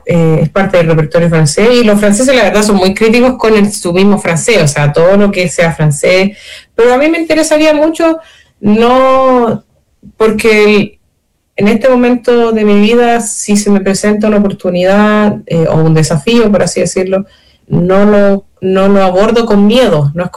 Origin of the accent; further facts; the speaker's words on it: Chile; como chilena me encantaría cantar en Chile, aquí en Santiago